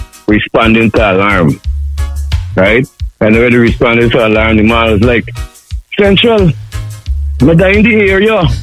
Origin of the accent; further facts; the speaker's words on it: Guyana; moved away; I'm from Guyana.